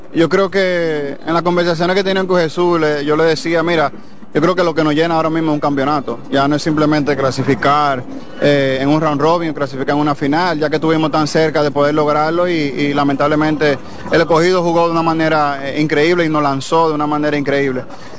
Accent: Dominican Republic; como dominicano, súper orgulloso.

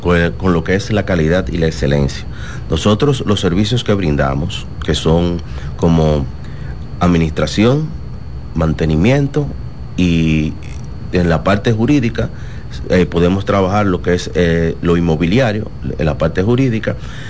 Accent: Dominican Republic; moved away; Como vengo de otra parte del mundo y soy dominicano

